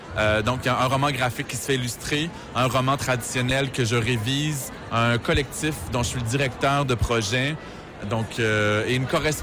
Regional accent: Amos, Quebec, Canada; now in Montreal, Canada; Oui, on vient de la petite ville d'Amos, en Abitibi-Témiscamingue

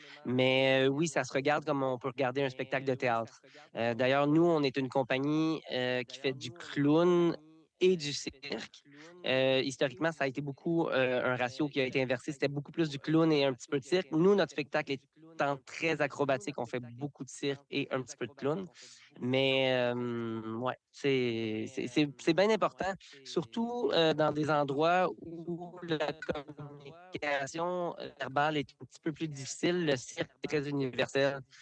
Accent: Canada; first language French; commencer chez nous au Canada.

